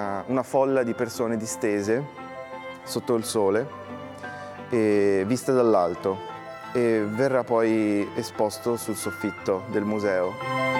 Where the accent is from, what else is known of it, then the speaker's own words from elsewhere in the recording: Venice, Veneto, Italy; sono cresciuto a Venezia